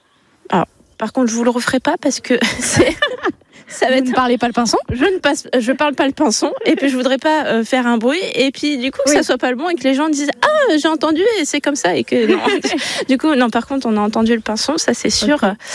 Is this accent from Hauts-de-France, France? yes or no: yes; Hauts-de-France, France; moved away as an adult; now in Normandy, France; Alors, je suis originaire du Pas-de-Calais, du coup, dans le nord de la France, on a toujours fait ça. Et quand je suis venue ici en Normandie rejoindre mon compagnon